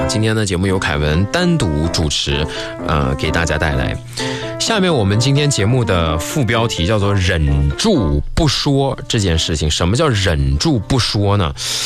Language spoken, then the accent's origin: Chinese; China